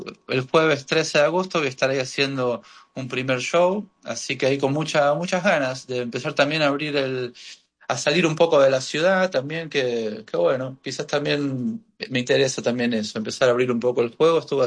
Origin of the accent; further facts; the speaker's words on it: Buenos Aires, Argentina; accent: Argentine; also born or lived in Miami, United States; nací en Miami, no pasé mucho tiempo ahí de chico, crecí en Argentina, en Buenos Aires toda mi vida, me delata el acento.